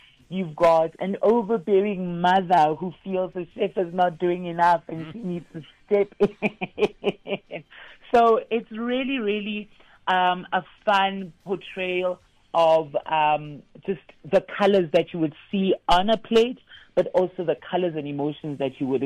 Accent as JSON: {"language": "English", "country": "South Africa", "said": "You're going to love to see what it's like to get married as a South African, all the drama that happens, but also just the beauty of us as a nation."}